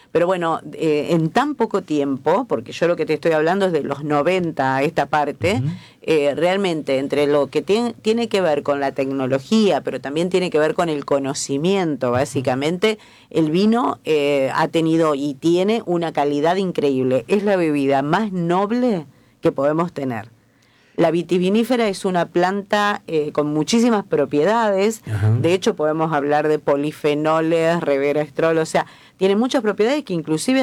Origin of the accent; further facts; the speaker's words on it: Santa Fe Province, Santa Fe, Argentina; now in Funes, Argentina; Nosotros recordamos como argentinos una mesa en los 70, en los 80, donde no faltaba la botella de vino con toda la familia reunida